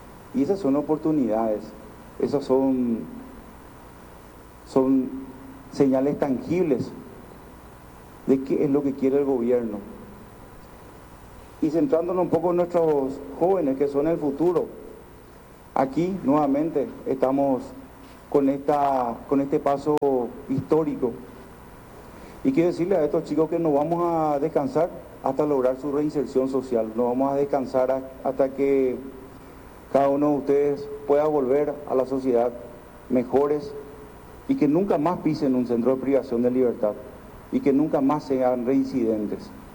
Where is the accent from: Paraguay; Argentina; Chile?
Paraguay